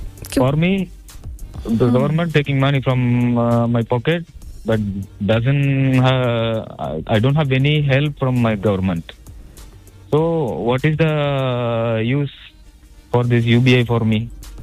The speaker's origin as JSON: {"language": "English", "region": "Tamil Nadu", "country": "India", "said": "I'm from Tamil Nadu."}